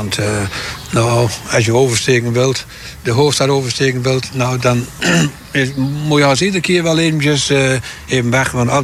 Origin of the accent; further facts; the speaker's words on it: Exlo, Drenthe, Netherlands; born there; ik ben echt geboren in Exloers.